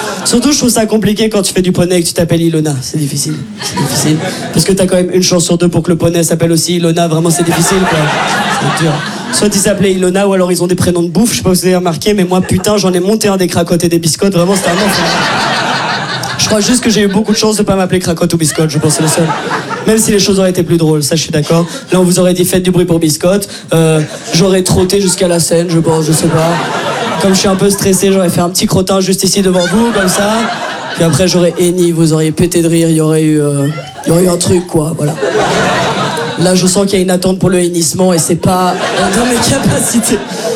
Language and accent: French; Brussels, Belgium; accent: Brussels